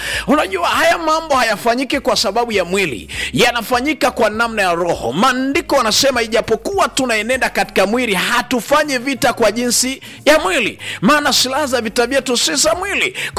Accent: Iringa, Tanzania; born there; moved away as an adult; now in Dar es Salaam, Tanzania; Nimetokea Dar es Salaam, nimekuja mpaka Iringa mjini, japo ni mwenyeji wa Iringa tu, ninalo kanisa hapa Iringa, nina washirika wengi pale Mafinga na hata Ilula pia nina washirika wengi sana. Nimekaa hapa Iringa takriban miaka 10

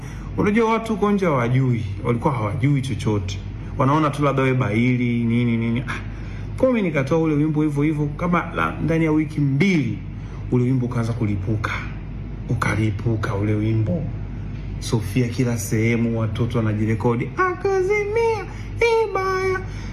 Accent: Dar es Salaam, Tanzania; Nimetoka nikaenda Vingunguti nyumbani.

